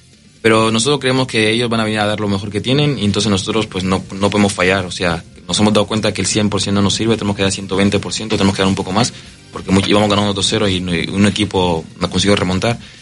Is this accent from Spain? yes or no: yes; Mataró, Catalonia, Spain; now in Mexico; Nací en una ciudad que se llama Mataró, Barcelona.